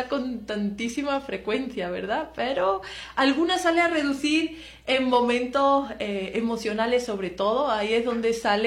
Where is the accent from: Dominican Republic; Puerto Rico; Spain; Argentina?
Spain; accent: Spanish; A mí no me disgusta para nada mi acento. Me gusta mi acento español.